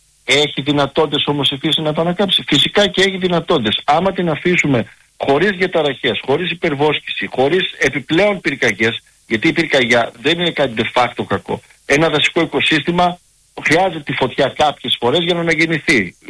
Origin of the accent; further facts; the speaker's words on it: Lesbos, North Aegean, Greece; Κατάγομαι από τη Λέσβο